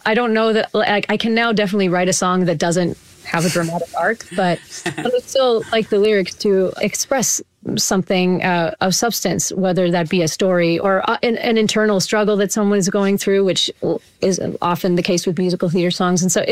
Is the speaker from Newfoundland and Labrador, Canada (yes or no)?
no; Biggar, Saskatchewan, Canada; I grew up in Bigger Saskatchewan, really small town, about 2,000